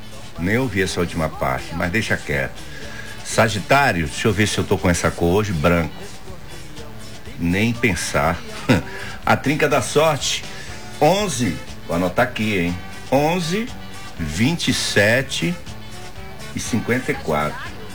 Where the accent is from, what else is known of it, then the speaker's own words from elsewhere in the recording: Salvador, Bahia, Brazil; Eu sou baiano. Eu sou de Salvador